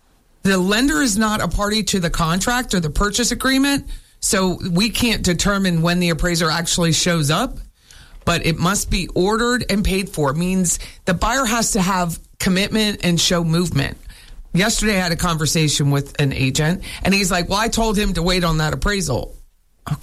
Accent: England, United Kingdom; Because I'm English, they want to know.

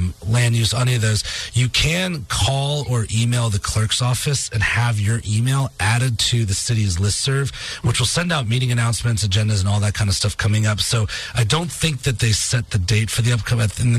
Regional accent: Massachusetts, United States; I grew up in Northeast Massachusetts and grew up going to Maine.

